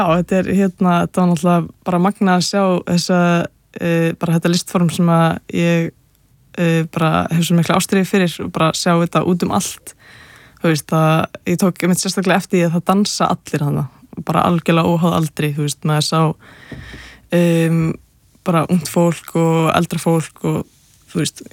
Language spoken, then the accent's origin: Icelandic; Capital Region, Iceland; Nei, ég er ættu að vestan ég úlst upp bara hérna bara á höfburgarsveðinu sko.